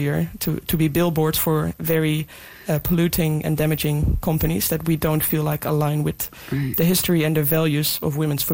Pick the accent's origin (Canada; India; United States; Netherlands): Netherlands; English is a second language; moved away as an adult; also born or lived in Glasgow, United Kingdom; growing up in the Netherlands playing football there, there wasn't too many, weather events other than it at times being a bit cold in winter